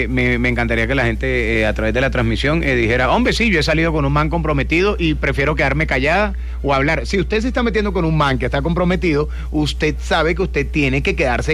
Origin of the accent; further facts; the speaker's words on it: Barranquilla, Atlántico, Colombia; yo no soy de Cartagena, soy de Barranquilla.